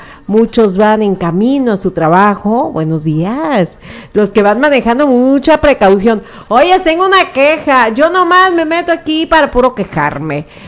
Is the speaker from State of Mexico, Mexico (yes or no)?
no; Nayarit, Mexico; soy mexicana. Aunque me vean ahí que a veces con mis rasgos europeos. No es cierto, nada que ver, 100% Cora, aquí estoy de corazón, Nayarita.